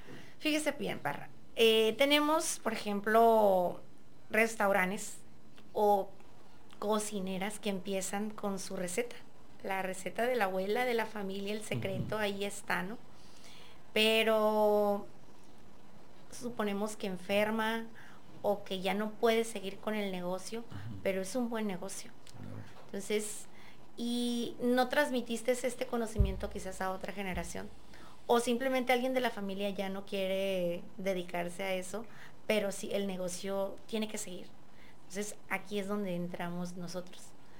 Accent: Mexico; La cercanía de mi pueblo de origen, que hace frontera con Sinaloa.

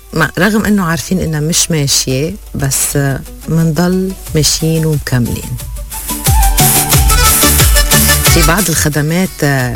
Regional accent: Lebanon

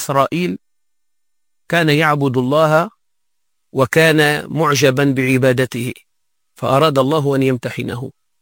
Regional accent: Tunisia; احنا مثال عندنا في تونس

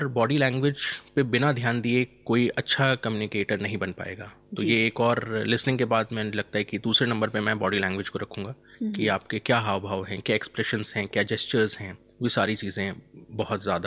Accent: Balaghat district, Madhya Pradesh, India; मैं बालाघाट जिले से आता हूँ, वहाँ की एक अपनी भाषा शैली है

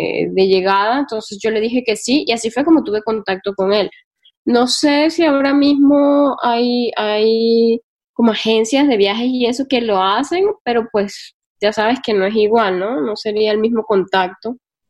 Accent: Caribbean Region, Colombia; yo vengo del Caribe, de Colombia

